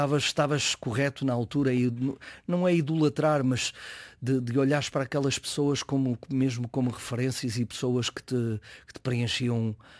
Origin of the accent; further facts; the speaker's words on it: Peso da Régua, Norte, Portugal; moved away as an adult; now in Vila Nova de Gaia, Portugal; eu praticamente nunca tinha saído da minha cidade natal, Peso da Régua, vir aqui para o Porto